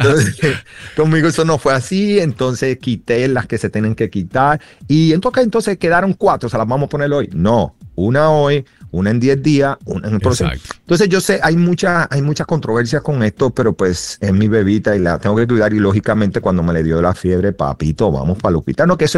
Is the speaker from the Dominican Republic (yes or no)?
yes; Dominican Republic; nosotros somos dominicanos